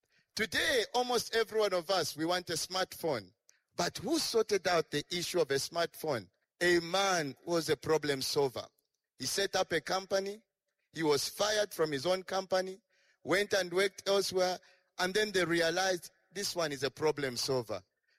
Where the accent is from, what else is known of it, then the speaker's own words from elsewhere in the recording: Lusaka, Lusaka Province, Zambia; English is a second language; When growing up in Lusaka, we only had UTH.